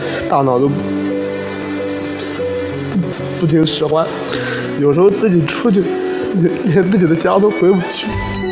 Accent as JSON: {"language": "Chinese", "town": "Jinan", "region": "Shandong", "country": "China", "tie": "born or raised there", "said": "来自山东省济南市济阳县仁凤镇石家码头村"}